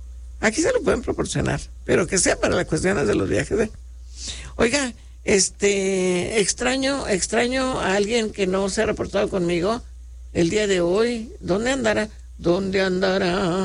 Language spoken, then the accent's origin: Spanish; Mexico; como buenos mexicanos, que crecimos con este, con esta música